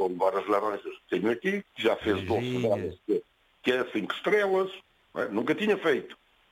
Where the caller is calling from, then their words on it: Norte, Portugal; Eu vinha do Mugadouro para Porrais, para a aldeia.